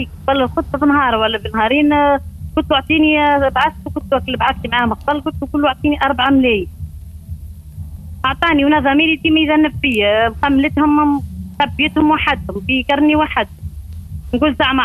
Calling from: Nabeul, Nabeul Governorate, Tunisia

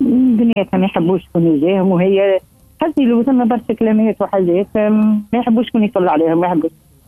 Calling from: Bizerte Governorate, Tunisia; بولاية بنزرت

